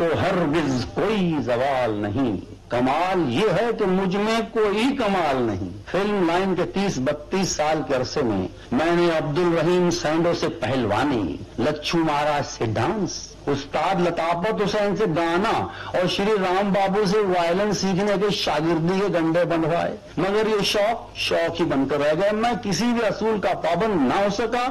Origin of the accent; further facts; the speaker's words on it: Jammu and Kashmir, India; born there; میں اپنے دیش کے اسی خوبصورت علاقے میں پیدا ہوا تھا۔ میں کشمیر پنڈت برادری سے تعلق رکھتا ہوں۔